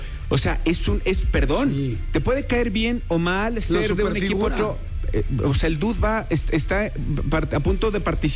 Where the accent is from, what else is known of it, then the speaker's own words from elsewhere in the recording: Mexico; La verdad es una narración muy bonita de lo que describiendo lo que somos, sí, los mexicanos.